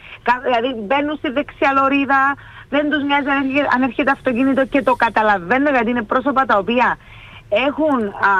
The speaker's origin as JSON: {"language": "Greek", "town": "Limassol", "region": "Limassol District", "country": "Cyprus", "said": "Όταν σχολάσα, ξεκίνησα να πω στην πόλη μου στη Λεμεσό."}